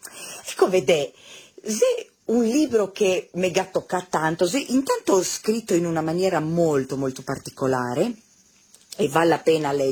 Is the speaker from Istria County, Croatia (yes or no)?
yes; Pula, Istria County, Croatia